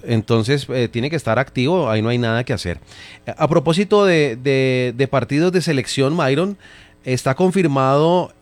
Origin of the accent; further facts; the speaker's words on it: Venezuela; Es decir, tú eres venezolano, yo soy venezolano, vente a jugar conmigo, no.